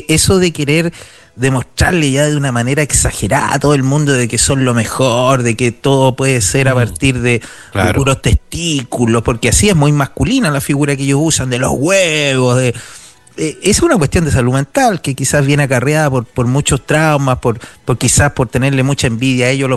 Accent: Valparaíso, Chile; Yo soy de Valparaíso.

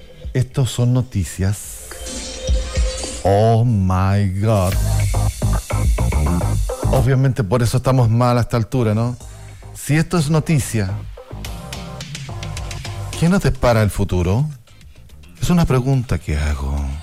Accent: Chile

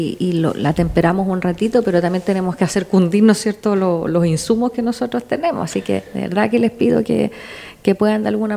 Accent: Quillota, Valparaíso, Chile; soy sobrina nieta de la Sor Teresita de los Andes, para que no se olvide de nosotros de Quillota

